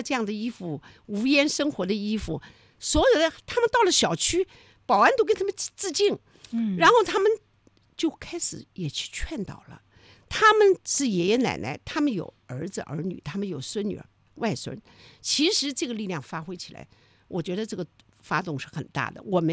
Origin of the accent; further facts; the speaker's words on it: China; 我作为一个中国人